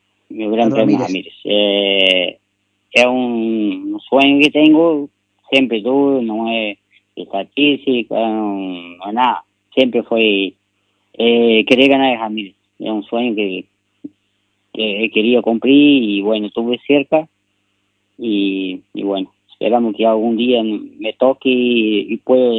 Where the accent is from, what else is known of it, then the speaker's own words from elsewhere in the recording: Brazil; now in Uruguay; La verdad que yo me siento como un uruguayo más, puede ser brasileño, pero hace 19 años que estoy acá, y me siento como un uruguayo más